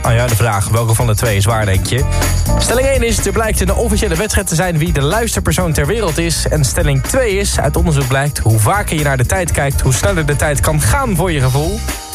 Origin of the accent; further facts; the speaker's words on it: Emmen, Drenthe, Netherlands; moved away; Ik bedoel, ik kom oorspronkelijk uit Emmen.